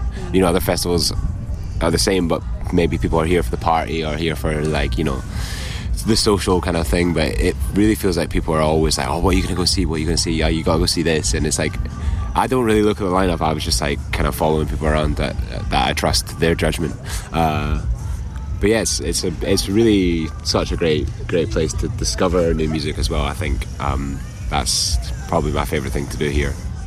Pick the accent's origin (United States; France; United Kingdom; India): United Kingdom; Scotland; obviously we're both Scottish